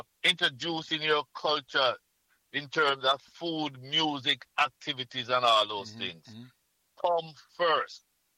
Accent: Jamaica; accent: Caribbean; now in United States; as a Jamaican living abroad

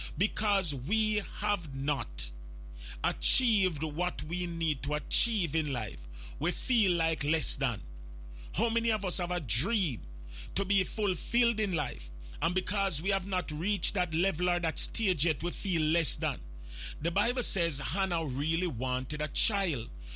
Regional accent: Jamaica; Because you know we as Jamaican, we leave off the H, right?

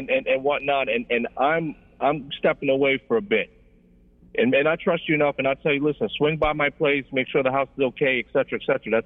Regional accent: Florida, United States; I'm from Florida, Brother Mayor, but I got a lot of love and respect for the Jamaican people.

